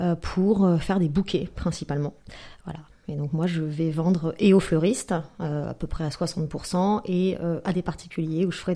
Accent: Caen, Normandy, France; born there; je suis née à Caen.

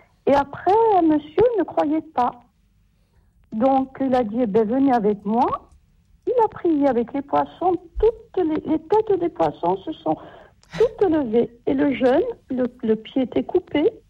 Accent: Corsica, France; je regardais à church, comme on disait chez nous en Corse, à church.

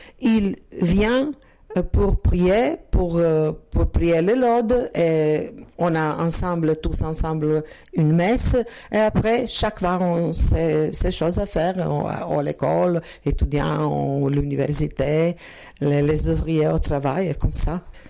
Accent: Zagreb, City of Zagreb, Croatia; French is a second language; Nous viendrons de Zagreb, de capitale, et nous habitons à une petite paroisse, mais pas petite. Il y a 7000 habitants. Et aussi, c'est une paroisse plus vieille

